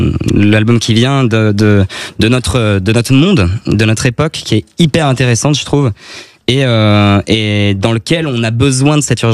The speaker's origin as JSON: {"language": "French", "region": "Nouvelle-Aquitaine", "country": "France", "moved": "yes", "lives_now": "Clermont-Ferrand, France", "said": "Je viens de Corrèze du sel, qui est un peu plus au sud-ouest, mais j'habite à Clermont là."}